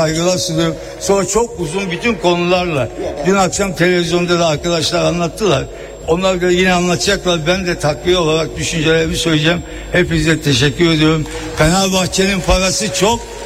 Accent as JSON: {"language": "Turkish", "town": "Ergani", "region": "Diyarbakır Province", "country": "Turkey", "tie": "born there", "said": "Ben Diyarbakır ve Ergana kasasında doğdum"}